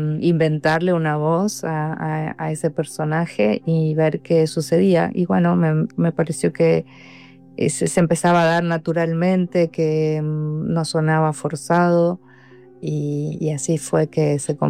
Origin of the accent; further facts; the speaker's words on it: Entre Ríos, Argentina; la provincia de donde soy yo, de Entre Ríos